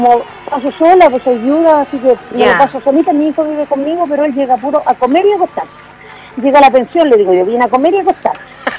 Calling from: Coronel, Biobío, Chile; De Escuadrón Sur.

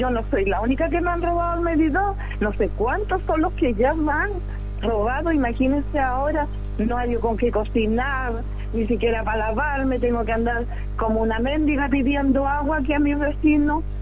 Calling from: Chile; De acá, …

